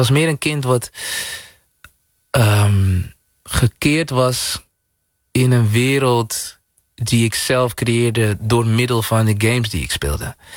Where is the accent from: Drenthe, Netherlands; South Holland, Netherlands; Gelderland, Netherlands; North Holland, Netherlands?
North Holland, Netherlands; Zaandam; de plek waar ik vandaan kom, Zaandam, en de omgeving waar ik heb gewoond, heb je jongens van de straat